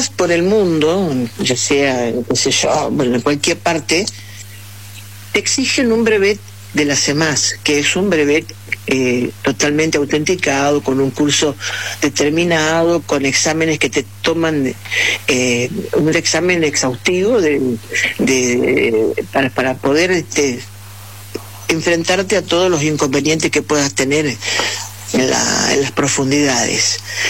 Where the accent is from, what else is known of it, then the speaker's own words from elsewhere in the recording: Matilde, Santa Fe, Argentina; Sí, casar Matilde es... O sea, Matilde tiene dos partes.